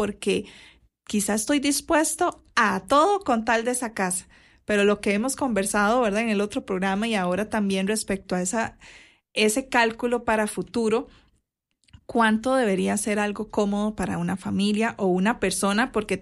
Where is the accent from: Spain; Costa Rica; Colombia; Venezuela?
Costa Rica; Limón; moved away; Yo soy de Limón, entonces yo extraño muchísimo los árboles de limones y carambolas en el patio